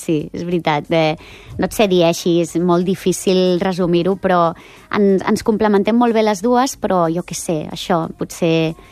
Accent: Badalona, Catalonia, Spain; Soc del centre de Badalona, sí. I llavors, sí, no sé, recordo una infància bonica en aquest sentit d'això

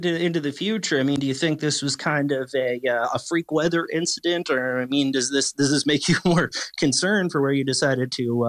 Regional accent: Prince Edward Island, Canada; PEI, I've grown up here my whole life.

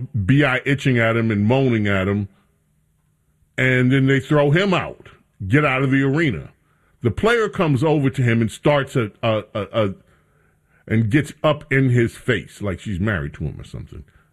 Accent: New York City, New York, United States; born or raised there

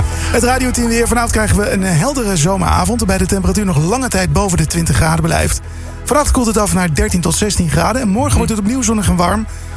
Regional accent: Netherlands; Ja, want niemand is zo opportunistisch als een Nederlander natuurlijk. We willen best voor een ander team zijn.

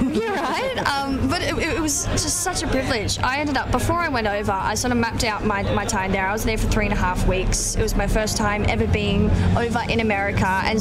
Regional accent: Australia; being an Aussie artist, they're like, yeah, we want to see what you've got

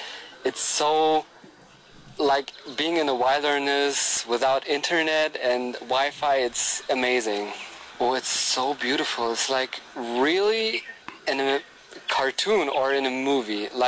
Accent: Germany; And I'm from Germany, and I have to say I love the Kruger.

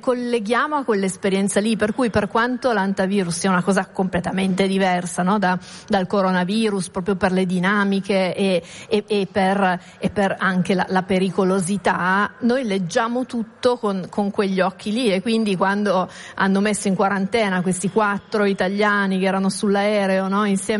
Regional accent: Turin, Piedmont, Italy; Tra l'altro io sono di Torino e Stamina nasce a Torino da Vannoni.

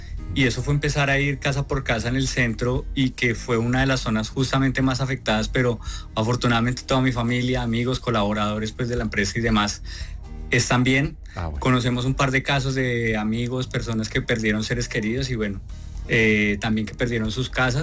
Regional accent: Bogotá, Colombia; now in Pereira, Colombia; Pues yo originalmente soy de Bogotá, pero hace muchos años que vivo acá.

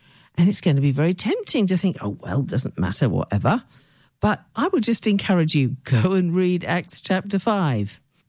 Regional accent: United Kingdom; I remember growing up in the United Kingdom

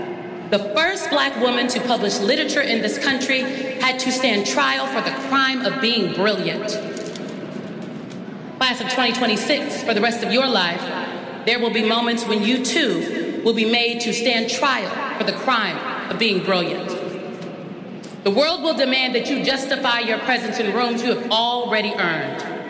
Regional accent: Omaha, Nebraska, United States; You see, I grew up in North Omaha, Nebraska.

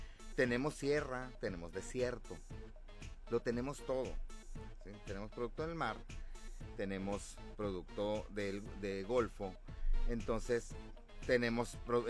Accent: Mexico; como todo mexicano, siempre se le antojan los taquitos, ¿no?

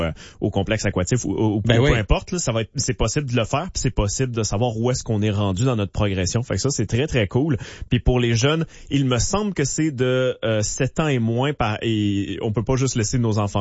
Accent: Nicolet, Quebec, Canada; Nous autres, j'ai grandi à Nicolette, là, comme j'ai dit.

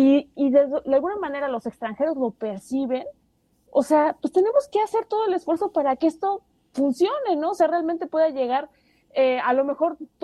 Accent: Mexico; nosotros como mexicanos

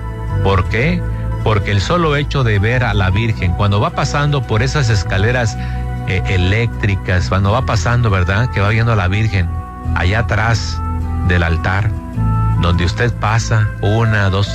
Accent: Mexico; somos mexicanos, pero también somos guadalupanos.

